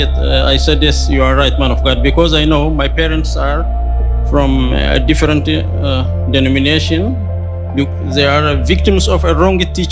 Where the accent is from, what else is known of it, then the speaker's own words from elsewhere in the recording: Eritrea; now in Netherlands; I am from Eritrea, but I reside here in the Netherlands.